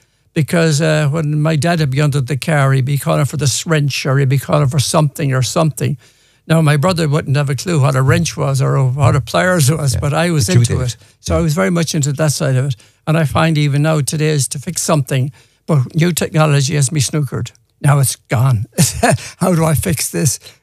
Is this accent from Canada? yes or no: no; Ballina, Connacht, Ireland; I grew up in Arbuckleroe in Ballina, which is right beside the River Moy